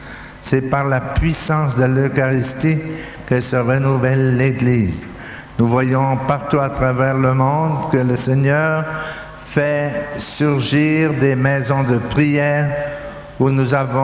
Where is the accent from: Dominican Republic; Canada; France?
Dominican Republic